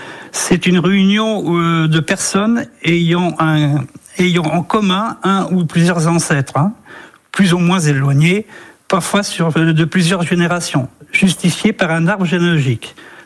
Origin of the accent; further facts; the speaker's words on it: Lezay, Nouvelle-Aquitaine, France; now in Nuaillé-sur-Boutonne area near Saint-Jean-d'Angély, France; Oui, je suis natif des Deux-Sèvres, de Lezay.